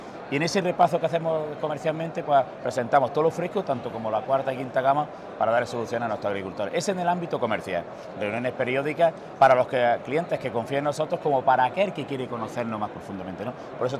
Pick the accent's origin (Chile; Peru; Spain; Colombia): Spain; Almería, Andalusia; Somos una, bueno, no soy, me considero almeriense, tenemos todo el potencial genético en horticultura está en Almería.